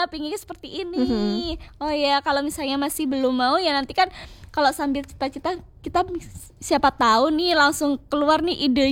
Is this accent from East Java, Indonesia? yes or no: no; Yogyakarta, Special Region of Yogyakarta, Indonesia; born there; moved away as an adult; also born or lived in Jakarta / Sumatra / Kalimantan / Maluku; aku pulang ke Jogja, pulang ke tanah kelahiranku sendiri